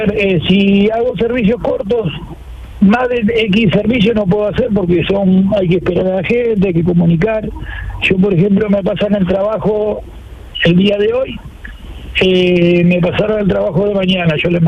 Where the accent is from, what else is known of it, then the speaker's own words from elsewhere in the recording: Uruguay; como soy uruguayo, tengo varios idiomas, pero en todo en español.